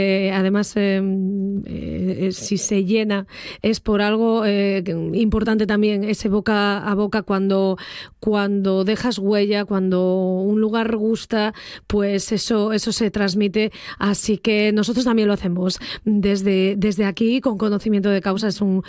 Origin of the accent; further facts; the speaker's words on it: Asturias, Spain; esa es la magia de Asturias, que somos plurilingües.